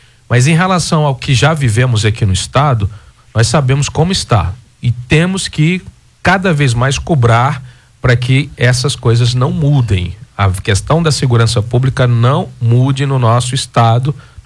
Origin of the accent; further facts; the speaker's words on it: Maceió, Alagoas, Brazil; Eu sou, como todo mundo sabe, eu sou de Maceió.